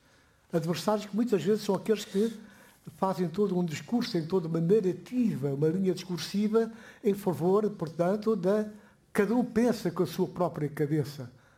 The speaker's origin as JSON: {"language": "Portuguese", "country": "Guinea-Bissau", "said": "Eu sou da Guiné-Bissau. Um país que deu um concurso enorme para a chegada da democracia."}